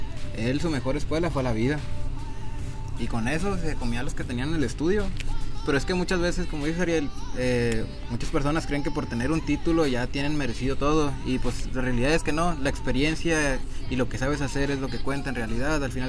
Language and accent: Spanish; Palau, Coahuila, Mexico; como yo soy de Palau, en Palau pues es un pueblo chiquito